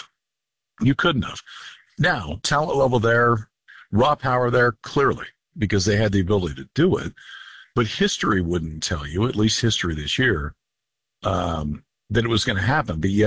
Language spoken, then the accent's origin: English; Midwest, United States; moved away as an adult; also born or lived in West Coast; I grew up in the Midwest and I played college baseball on the West Coast.